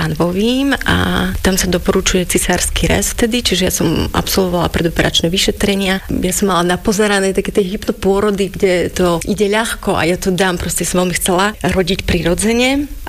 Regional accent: Hontianske Nemce, Banská Bystrica Region, Slovakia; Hontianske Nemce, to je taká menšia dedinka, nejaký 25-26 kilometrov od Banskej Štiavnice.

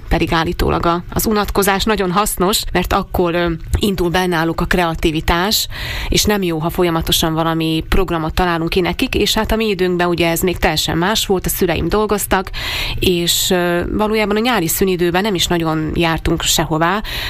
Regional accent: Bodrogszentes, Košice Region, Slovakia; moved away as an adult; Én Kelet-Szlovákiából származom, Bodrogszentesből, tehát a falum jut eszembe, ahol a gyerekkoromat töltöttem, és valójában amíg ugye el nem mentem egyetemre, ott éltem.

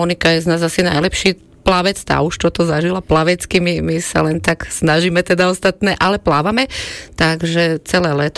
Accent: Devičany, Nitra Region, Slovakia; Ja som z Devičian.

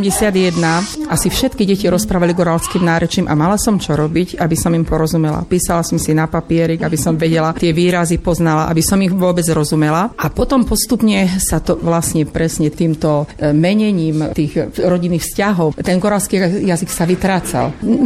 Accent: Trstená, Žilina Region, Slovakia; Ja pochádzam z Trstenej a tu som začala pracovať a už asi aj do dôchodku pôjdem odtiaľto.

